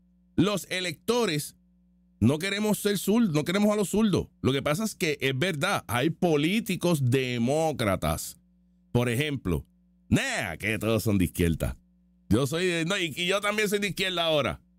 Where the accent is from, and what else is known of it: Puerto Rico